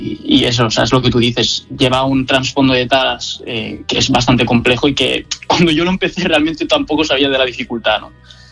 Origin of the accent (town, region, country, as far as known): Alcoy, Valencian Community, Spain